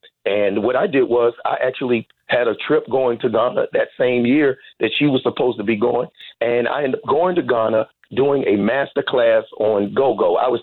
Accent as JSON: {"language": "English", "town": "Washington", "region": "District of Columbia", "country": "United States", "moved": "as an adult", "said": "I'm from Washington, D.C., went to Duke Ellington School for the Arts and graduated 1985. So I left Washington in 85."}